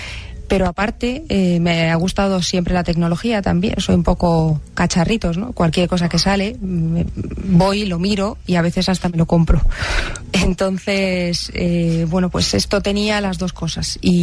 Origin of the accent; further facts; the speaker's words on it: Spain; yo he nacido en España y me he criado aquí, y tengo la concepción de un soplón que tenemos, digamos, culturalmente los que somos latinos